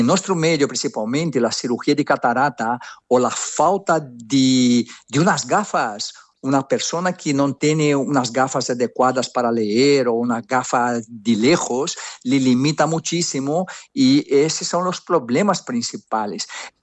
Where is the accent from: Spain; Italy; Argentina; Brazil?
Brazil; Catalan is a second language; No, sóc brasiler, però mig català.